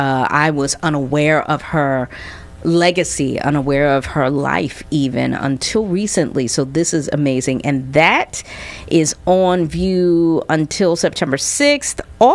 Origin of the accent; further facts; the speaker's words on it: Philadelphia, Pennsylvania, United States; I grew up on Judson Street in North Philly.